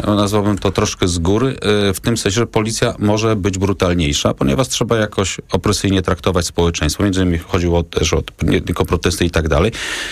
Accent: Dąbrowa Górnicza, Silesian Voivodeship, Poland; jestem dumny, bo też jestem z Dąbrowy Górniczej i serdecznie pozdrawiam moje miasto.

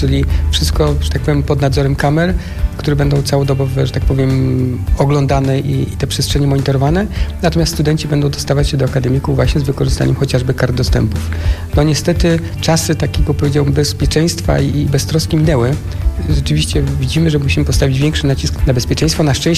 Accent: Poznań, Greater Poland Voivodeship, Poland; jestem poznaniakiem i studiowałem w Poznaniu, w związku z tym mieszkałem, że tak powiem, w domu rodzinnym z rodzicami.

